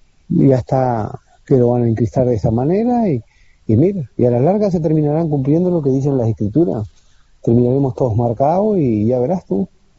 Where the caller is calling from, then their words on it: Spain; aquí nosotros en España lo vivimos